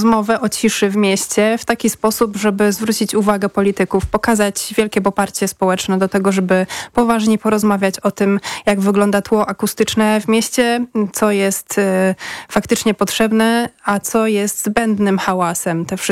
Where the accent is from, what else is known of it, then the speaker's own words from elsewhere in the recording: Warsaw, Masovian Voivodeship, Poland; ja całe życie mieszkam w Warszawie. Mam całą rodzinę w Warszawie